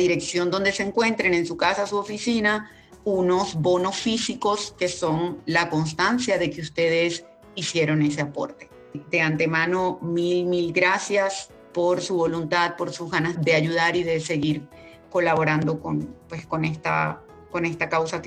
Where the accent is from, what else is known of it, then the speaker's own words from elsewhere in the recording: Venezuela; moved away as an adult; now in Colombia; como venezolana que vive en Colombia desde hace 12 años